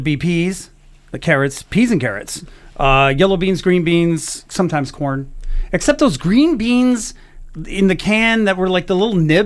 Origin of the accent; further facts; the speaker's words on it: Ontario, Canada; when I was a kid growing up in Northern Ontario, limited growing season